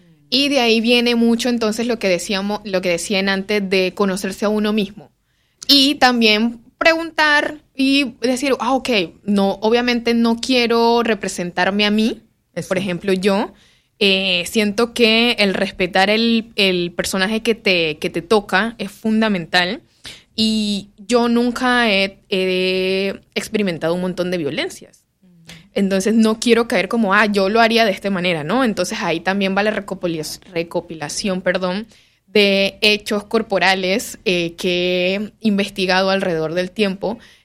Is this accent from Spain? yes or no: no; Panama; Prácticamente que todos los grupos también somos panameños.